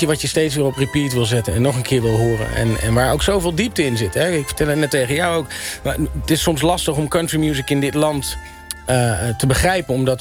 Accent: Netherlands; Maar kijk, ik groeide op in Nederland met country music.

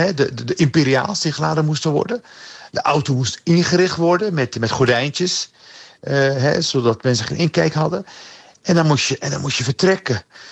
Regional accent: Rotterdam, South Holland, Netherlands; We groeiden op in Rotterdam. Maar het was ook een reis waar heel veel spullen werden meegenomen om familie te helpen in Marokko.

